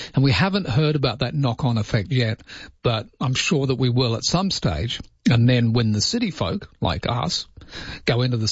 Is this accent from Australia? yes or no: yes; Inglewood, Western Australia, Australia; also born or lived in Maylands; I went to this house that I grew up in Inglewood in 9th